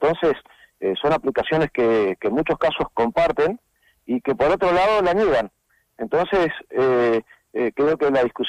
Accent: Puerto Madryn, Chubut, Argentina; como madrileños en algún momento queremos ser reconocidos por lo que nos corresponde, ¿no?

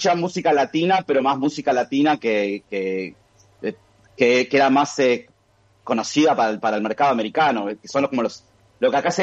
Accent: Montevideo, Uruguay; moved away as an adult; also born or lived in Argentina; now in Boston, United States; yo vivo, o sea, me crié en Uruguay, sí. Soy músico. En realidad, yo me considero muy de Río de la Plata porque mis padres son argentinos y pasé mucho tiempo en Argentina, pero desde los 4 años hasta que me fui ya

